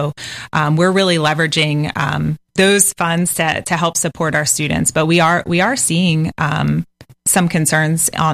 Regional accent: Littlestown, Pennsylvania, United States; now in St. Augustine Beach, United States; I am from Pennsylvania, a one-stoplight town called Littlestown, mm-hmm. And I've been here for about 6 years.

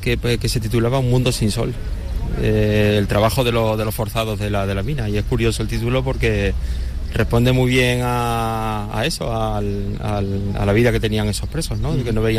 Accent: Almadén, Castilla-La Mancha, Spain; En Almadén, para la gente de fuera, es muy desconocido, ¿no? y eso que, como has dicho, somos Patrimonio de la Humanidad y desde hace poquito Geoparque también.

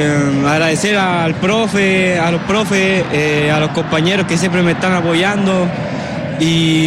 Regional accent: Pucón, Araucanía, Chile; A toda la gente de Pucón, a todos los quiero mucho.

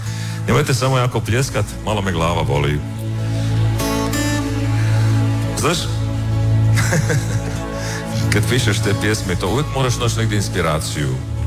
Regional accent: Slavonia, Croatia; kod nas u Slavoniji su bake jako važne.

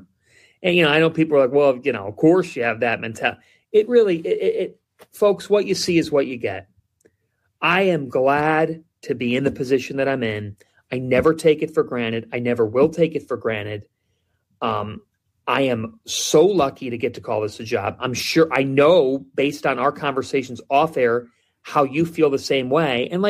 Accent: Cleveland, Ohio, United States; I don't like the pity party because I'm from Cleveland

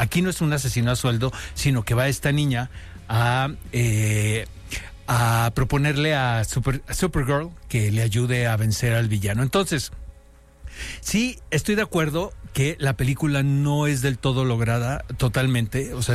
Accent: Argentina; Somos argentinos.

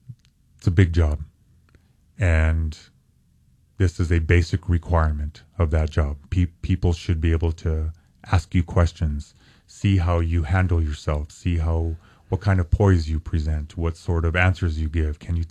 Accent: New Mexico, United States; I was born and raised in New Mexico. I live in New Mexico. My children live in New Mexico. My grandchildren live in New Mexico.

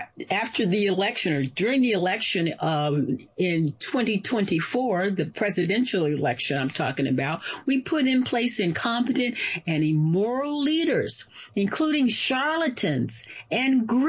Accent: United States; born there; as a Black woman, as a lawyer, as an American citizen, born here

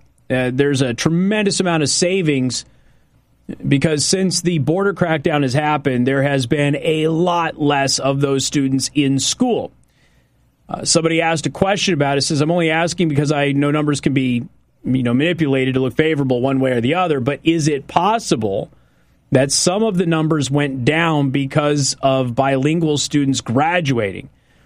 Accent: Logansport, Indiana, United States; Casey, I grew up in Logansport.

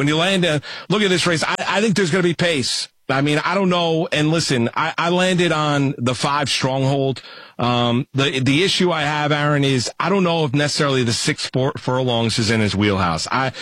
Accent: East Coast, United States; Listen, I grew up on the East Coast. I didn't grow up out in Southern California.

